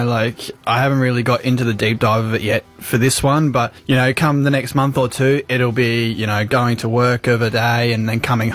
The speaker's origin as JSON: {"language": "English", "town": "Queenstown", "region": "Tasmania", "country": "Australia", "tie": "born or raised there", "also_born_or_lived": "Hobart", "said": "I grew up on the west coast of Tasmania in Queenstown. I didn't see my hometown till I was about 4 months old."}